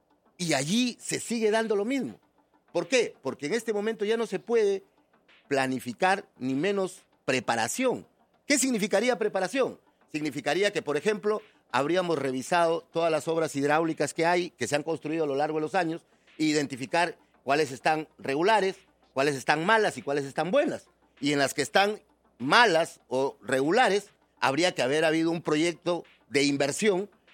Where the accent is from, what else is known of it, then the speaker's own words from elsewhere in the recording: Tumbes, Peru; Y un saludo para mi región, la región Tumbes.